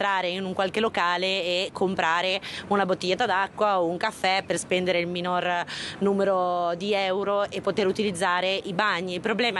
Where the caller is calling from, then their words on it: Genoa, Liguria, Italy; da genovesi